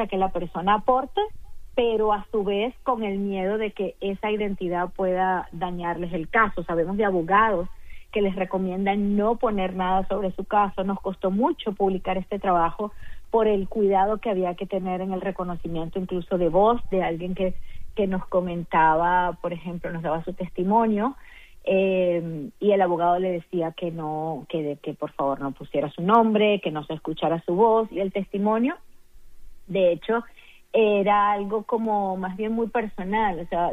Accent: Venezuela; now in Doral, United States; Más del 40% de los habitantes somos venezolanos, por cierto

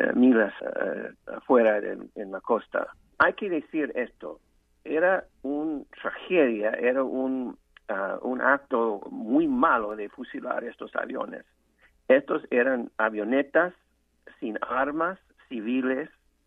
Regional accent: Cuba; es nuestro derecho como cubanos para pasar por ahí

